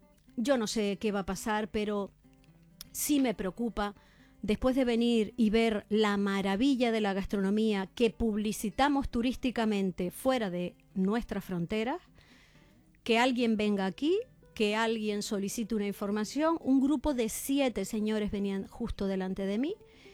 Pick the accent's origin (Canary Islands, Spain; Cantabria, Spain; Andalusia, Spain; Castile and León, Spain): Canary Islands, Spain; los que somos más porqueriosos somos los canarios